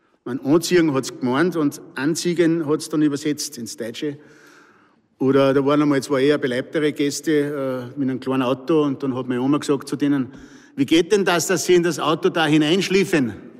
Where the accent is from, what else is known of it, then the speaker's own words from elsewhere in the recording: Salzburg, Austria; accent: Pinzgauer Dialekt; Ich bin ja in der Frühstückspension meiner Großmutter aufgewachsen, die hat ein Fremdenzimmer vermietet an die Fremden.